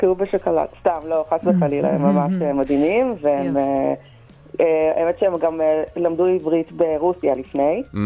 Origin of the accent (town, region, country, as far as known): Jerusalem, Jerusalem District, Israel; born there; Hebrew is a second language; also born or lived in former Soviet Union